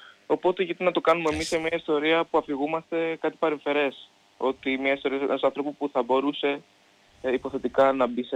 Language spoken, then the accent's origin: Greek; Greece; στο χωριό μου εδώ πέρα στις Καλλικές